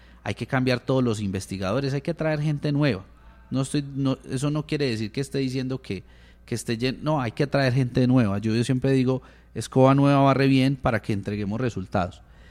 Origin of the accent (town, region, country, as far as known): Pereira, Risaralda, Colombia